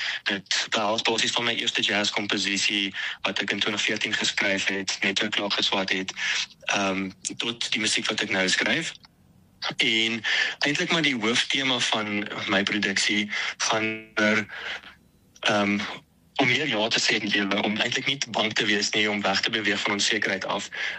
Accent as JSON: {"language": "Afrikaans", "town": "Pretoria", "region": "Gauteng", "country": "South Africa", "tie": "born or raised there", "said": "Okay, so ek is gebore in Pretoria. Ek het groot geword in die Moot area en my pa was vir baie jare orrelis gewees in die kerk."}